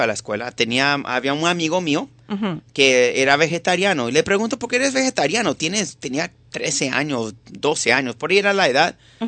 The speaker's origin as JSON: {"language": "Spanish", "country": "Venezuela", "moved": "yes", "said": "soy venezolano, mi esposa mexicana."}